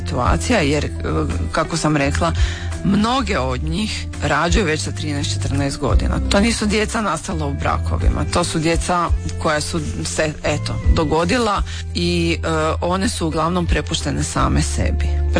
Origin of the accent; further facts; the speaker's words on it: Osijek, Osijek-Baranja County, Croatia; i mi smo iz Osijeka